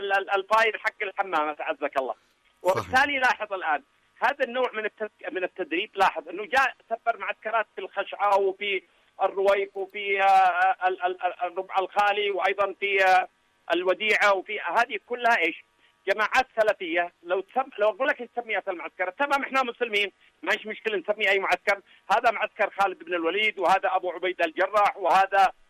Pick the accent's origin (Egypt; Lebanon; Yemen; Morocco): Yemen; لم يكونوا محل تقدير عند الشافعية عندنا في اليمن يعني